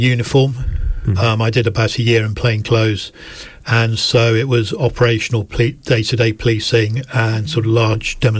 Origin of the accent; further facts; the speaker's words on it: Scotland, United Kingdom; born there; also born or lived in North of England; now in London, United Kingdom; So home is in London, but I was born in Scotland, and I lived for quite a long time in the north of England.